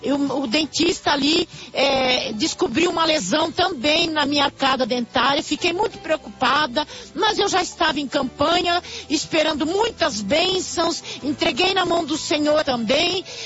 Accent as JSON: {"language": "Portuguese", "town": "Cotia", "region": "São Paulo", "country": "Brazil", "said": "Eu vim da cidade de Cotia, sou de Cotia"}